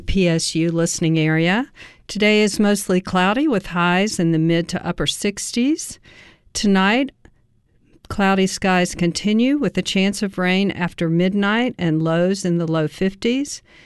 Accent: Memphis, Tennessee, United States; my hometown, Memphis, Tennessee.

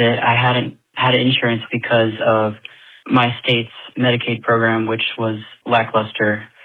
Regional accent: Florida, United States; I'm from the Panhandle in Florida.

